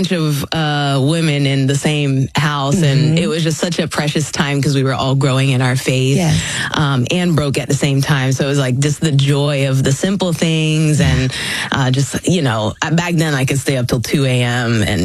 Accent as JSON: {"language": "English", "country": "Philippines", "also_born_or_lived": "Puerto Rico / Jamaica", "said": "from everywhere. I'm from the Philippines. I was born there, Puerto Rico and Jamaica."}